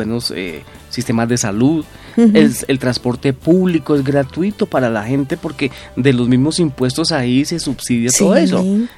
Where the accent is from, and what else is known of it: Colombia